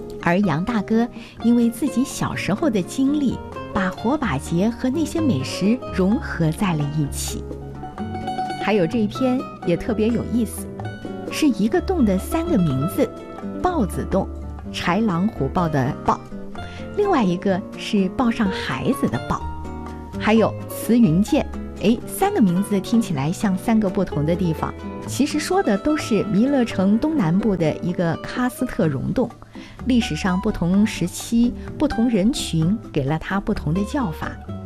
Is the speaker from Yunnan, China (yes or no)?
yes; Yunnan, China; 咱们云南人对吃的讲究就在这儿，